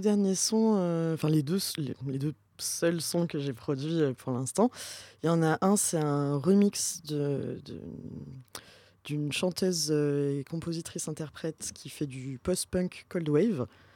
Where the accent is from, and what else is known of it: Pau, Nouvelle-Aquitaine, France